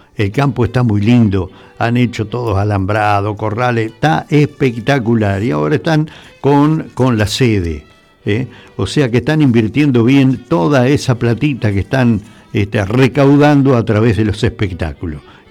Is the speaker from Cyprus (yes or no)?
no; Argentina